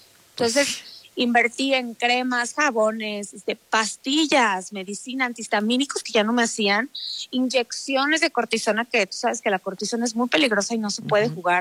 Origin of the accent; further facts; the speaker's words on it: Mexico; lo ignoré como buena mexicana.